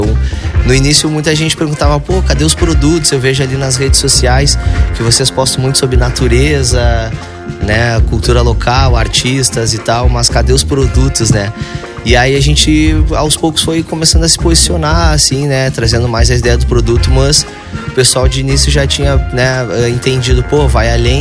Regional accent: Rio Grande, Rio Grande do Sul, Brazil; born or raised there; also born or lived in Alegrete

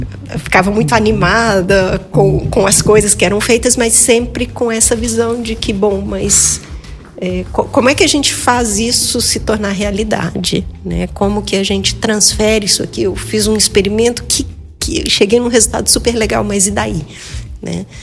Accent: Belo Horizonte, Minas Gerais, Brazil; also born or lived in Uberlândia; sou mineira, eu sou de Belo Horizonte, mas na adolescência eu me mudei para Uberlândia

